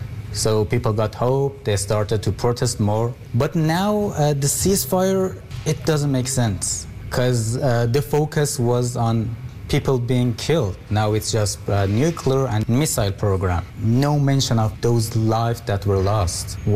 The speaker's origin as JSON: {"language": "English", "town": "Kermanshah", "region": "Kermanshah Province", "country": "Iran", "said": "I'm from Iran, a borderline city on the west side called Kermanshah. So my ethnicity is Kurdish, but I'm from Iran."}